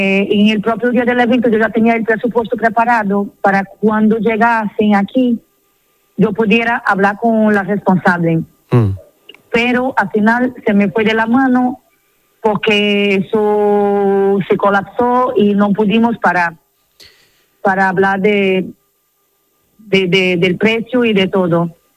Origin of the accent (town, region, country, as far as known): São Luís, Maranhão, Brazil; born or raised there; now in Spain